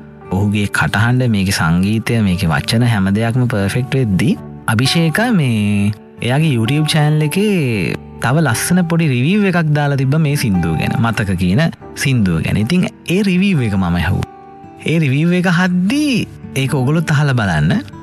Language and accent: Sinhala; Galle, Southern Province, Sri Lanka; ඇය මගේ ගමේ ගාල්ලේ පි අහල පහල, කියන්නේ අහල පහල ගම්වල තමයි ඉපදිලා තියෙන.